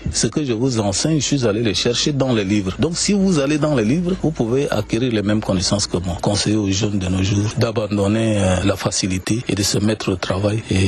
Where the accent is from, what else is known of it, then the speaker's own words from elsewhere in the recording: Doba, Logone Oriental, Chad; born there; moved away as an adult; also born or lived in Laï / Sarh / N'Djamena; J'ai commencé mes études primaires à l'école privée évangélique à Douba, puisque je suis né de parents chrétiens.